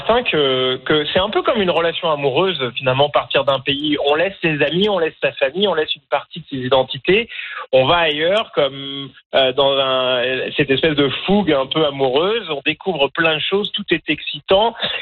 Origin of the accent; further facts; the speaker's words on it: France; moved away as an adult; now in Canada; j'ai un accent qui n'est pas forcément l'accent de tous les franco-canadiens. Je suis originaire de France. Cela dit, ça va faire une vingtaine d'années, 20 ans que je vis au Canada, et si on me demande moi où est ma maison, c'est le Canada.